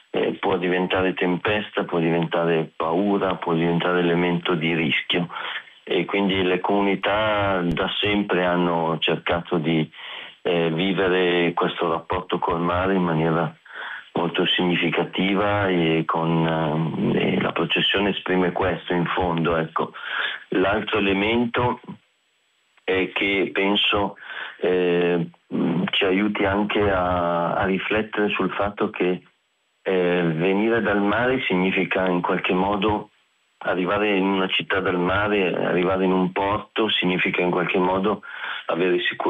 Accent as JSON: {"language": "Italian", "region": "Lombardy", "country": "Italy", "said": "io vengo dalla diocesi di Cremona"}